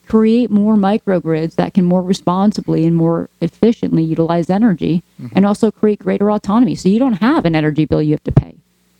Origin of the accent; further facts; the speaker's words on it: Hudson Valley, New York, United States; I grew up here in the Hudson Valley.